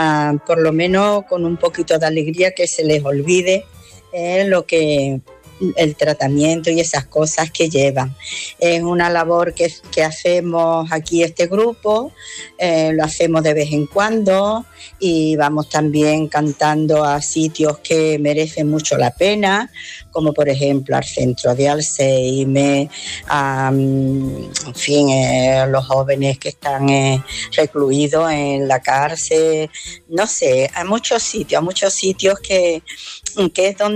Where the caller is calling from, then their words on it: Algeciras, Andalusia, Spain; de Algeciras